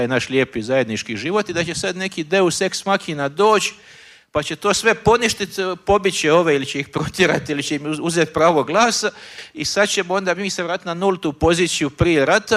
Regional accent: Mostar, Federation of Bosnia and Herzegovina, Bosnia & Herzegovina; born there; moved away; Mostarom kojih se ja sjećam kao dijete.

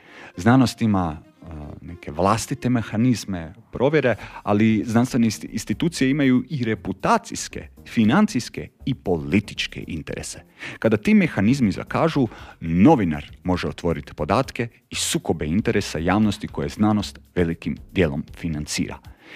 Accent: Croatia

